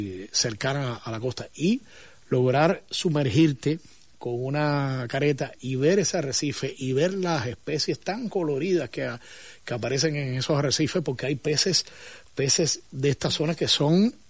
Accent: Cuba

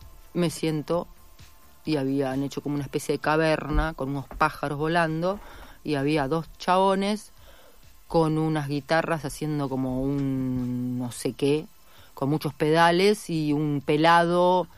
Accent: Oriente, Buenos Aires Province, Argentina; born there; moved away as an adult; also born or lived in Tres Arroyos / Bahía Blanca; now in La Plata, Argentina; Sí, en realidad soy de Oriente, que es un pueblito muy chiquito.

